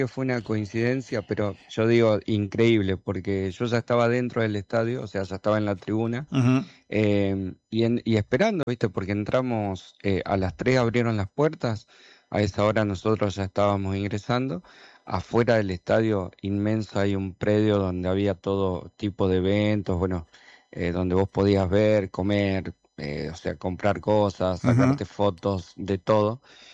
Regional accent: Argentina; Pero bueno, somos Argentina y creo que siempre pasa esto, ¿no?

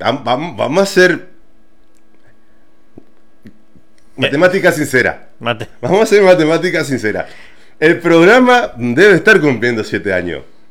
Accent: Argentina; Somos todo argentinos

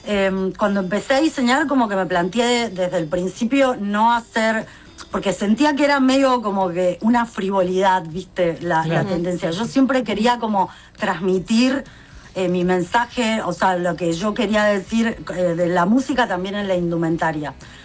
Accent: Guaymallén, Mendoza, Argentina; moved away as an adult; now in Buenos Aires, Argentina; Aparte yo vengo de Guaymallén, Mendoza, uh-huh. que es un lugar que ahora es otra cosa, pero en esa época, cuando yo era chica

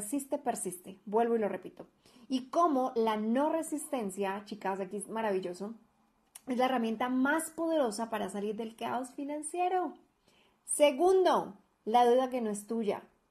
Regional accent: Colombia; now in Guadalajara, Mexico; colombiana, viviendo en Guadalajara, México.

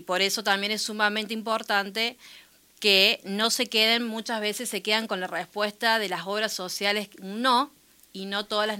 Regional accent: Villa Mercedes, San Luis, Argentina; now in Río Cuarto, Argentina; Yo soy de acá, oriunda de Villa Mercedes, pero me encuentro viviendo en la ciudad de Río Cuarto.

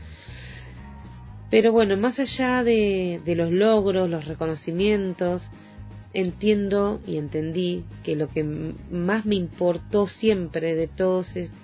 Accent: La Plata, Buenos Aires Province, Argentina; born there; also born or lived in Neuquén; now in Centenario, Argentina; Nací en la ciudad de La Plata, provincia de Buenos Aires, pero hace muchos años elegí Neuquén como mi lugar en el mundo. Hoy vivo en Centenario, donde formé mi familia

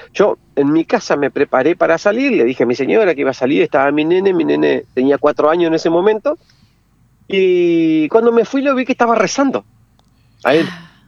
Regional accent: General Ramírez, Entre Ríos, Argentina; Yo soy de General Ramírez. Uh-huh. General Ramírez, 60 kilómetros al sur de la localidad de Paraná, sobre Ruta Nacional número 12.

